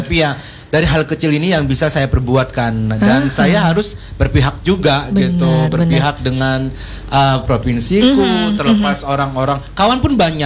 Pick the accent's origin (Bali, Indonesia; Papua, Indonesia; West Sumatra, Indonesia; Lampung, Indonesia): Lampung, Indonesia; first language Lampung; Indonesian is a second language; saya lahir dari bumi Lampung, jadi memang kewajiban saya harus melestarikan bahasa Lampung.